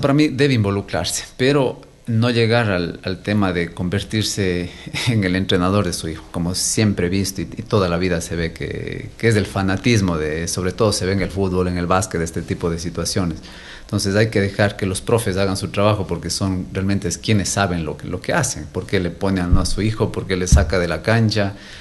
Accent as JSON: {"language": "Spanish", "town": "Gualaquiza", "region": "Morona Santiago", "country": "Ecuador", "said": "yo soy de Gualaquiza."}